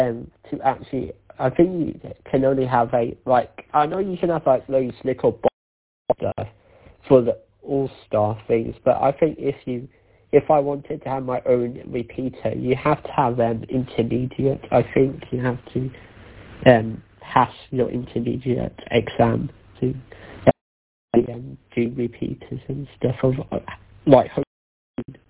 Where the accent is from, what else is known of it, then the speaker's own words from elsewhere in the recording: Stourbridge, West Midlands, United Kingdom; I am from Stourbridge, I'm near the Watcave in Kimber, I'm not sure if you know where that is, but I am a part of Stourbridge Radio Club.